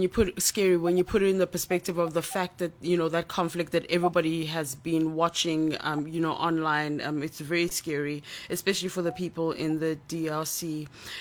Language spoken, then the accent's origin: English; Uganda; my home country of Uganda